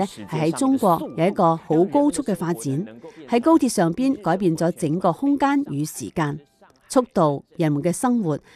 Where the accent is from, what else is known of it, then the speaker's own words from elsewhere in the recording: Malaysia; 一方面让我自己知道我是从哪里来的，然后我要去哪里，甚至我知道我是哪个，我不只是一个马来西亚华人，原来我的根就在这里。